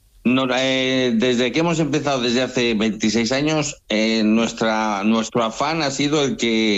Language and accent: Spanish; Montemayor, Spain; Pues, ¿de dónde sois? Pues de Montemayor, joder, pues hay buen pan, hay buen restaurante.